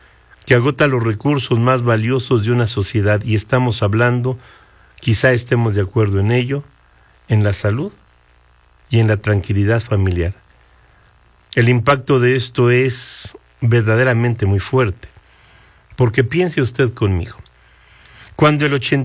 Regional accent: Mexico

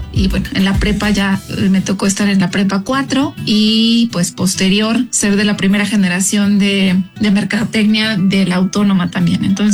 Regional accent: Epazoyucan, Hidalgo, Mexico; also born or lived in Pachuca; yo soy originaria de Pasoyucan, es un municipio muy cercano aquí a la capital.

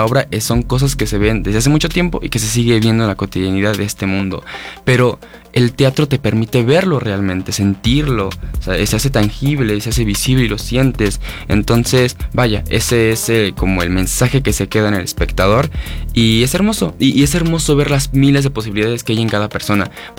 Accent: Cuautepec de Hinojosa, Hidalgo, Mexico

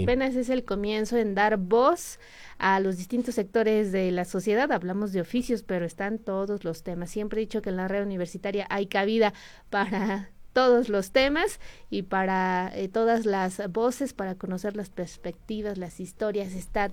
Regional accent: Hidalgo, Mexico; pues no somos los hidalguenses, ¿no? Estamos muy cerca de la Ciudad de México y del Estado de México

